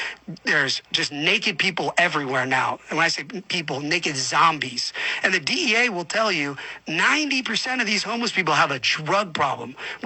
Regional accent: Los Angeles, California, United States; I grew up in Palisades. I went to Crossroads High School.

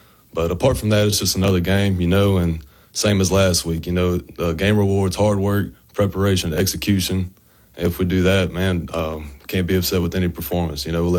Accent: Baton Rouge, Louisiana, United States; moved away as an adult; now in Ruston, United States; growing up in South Louisiana

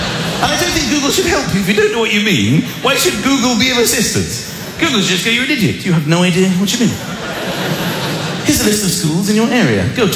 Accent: London, United Kingdom; I'm a Londoner.

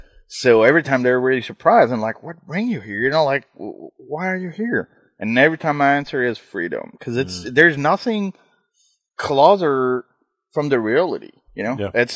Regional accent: France; English is a second language; moved away as an adult; now in Texas, United States; I was born and raised in France

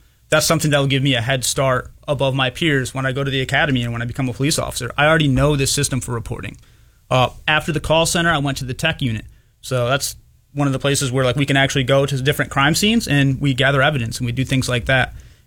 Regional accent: Rushford, New York, United States; moved away as an adult; also born or lived in Schofield Barracks, Hawaii; So I grew up in Rushford, New York, went to high school and Fillmore Central School down in Allegheny County.

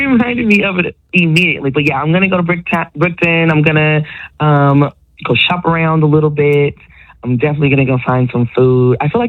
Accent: Topeka, Kansas, United States; moved away; I grew up in Topeka. My parents met at K-State. I have family in Wichita. I did music in Kansas City. So like all over Kansas.

